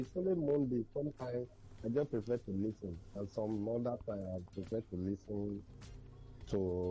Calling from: Ikeja, Lagos, Nigeria; I come from Ikeja.

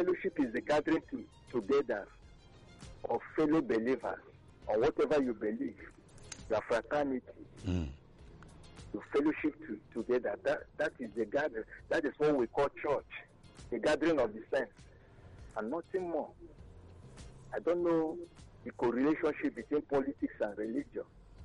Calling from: Edo, Nigeria; I'm calling from Edo.

